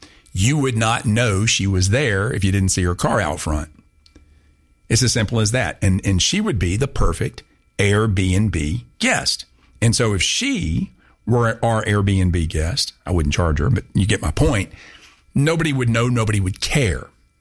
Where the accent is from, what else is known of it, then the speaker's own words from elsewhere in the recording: Augusta, United States; born there; When my parents moved back to Augusta, I was born in January 65.